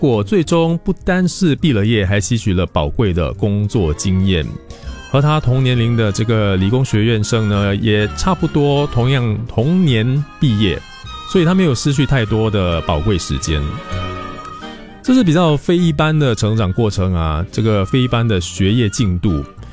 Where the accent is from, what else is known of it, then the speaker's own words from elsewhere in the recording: Singapore; 因为在新加坡，我们都是这样长大的嘛